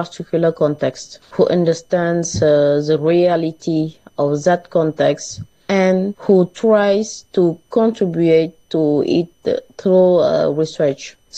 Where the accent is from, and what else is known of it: Senegal; accent: French accent; first language French; English is a second language